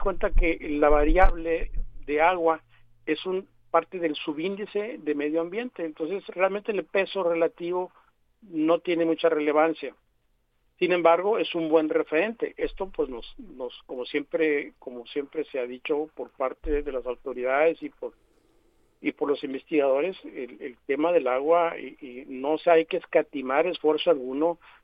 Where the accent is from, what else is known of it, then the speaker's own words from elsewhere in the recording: Guaymas, Sonora, Mexico; now in Hermosillo, Mexico; yo soy de Guaymas, vivo un poco en Guaymas, pero yo recuerdo de niño, el agua de la llave era agua desalinizada